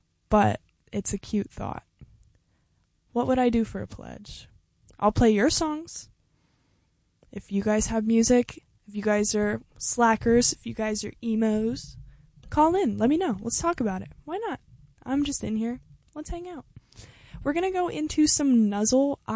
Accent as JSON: {"language": "English", "region": "West Coast", "country": "United States", "tie": "born or raised there", "said": "I am a West Coast truther. I am from the West Coast. I was born and raised."}